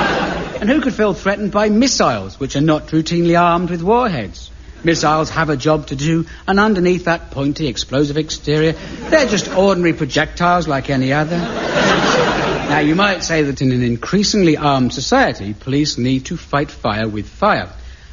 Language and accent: English; Aldershot, South East England, United Kingdom; I grew up in the Aldershot area